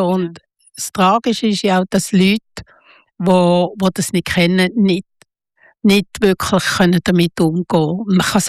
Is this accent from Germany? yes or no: no; Basel, Basel-Stadt, Switzerland; ich bin in Basel aufgewachsen, oder?